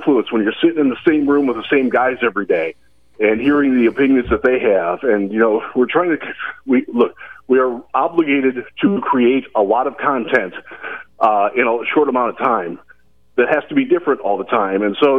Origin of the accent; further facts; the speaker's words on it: Cleveland, Ohio, United States; I'm from Cleveland, man. That's the home of polka. … I grew up on that stuff.